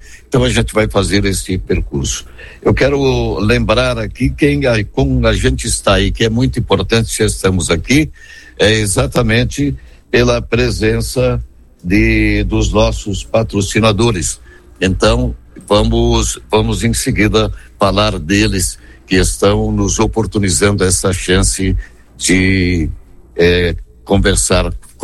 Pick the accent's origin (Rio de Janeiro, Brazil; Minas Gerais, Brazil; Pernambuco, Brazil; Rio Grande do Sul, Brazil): Rio Grande do Sul, Brazil; Marau; Sou, minha cidade é Marau, Rio Grande do Sul.